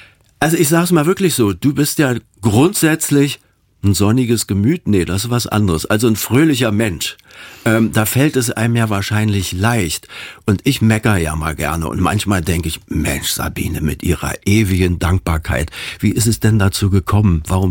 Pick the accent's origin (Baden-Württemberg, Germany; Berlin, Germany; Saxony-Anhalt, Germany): Berlin, Germany; Also ich kenne nur als Berliner Danke für nicht.